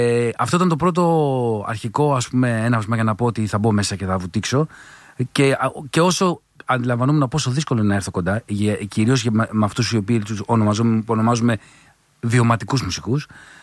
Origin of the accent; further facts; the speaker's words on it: Drama, Eastern Macedonia and Thrace, Greece; Εγώ μεγάλωσα στη Δράμα, όπου στη Μακεδονία και στη Θράκη τα διονυσιακά δρόμενα είναι πολύ έντονα.